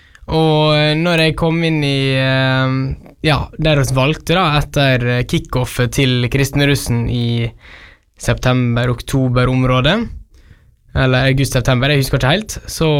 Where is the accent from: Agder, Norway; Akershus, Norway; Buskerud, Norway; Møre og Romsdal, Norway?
Møre og Romsdal, Norway; Tamfjorden; Jeg kommer ifra Tamfjorden.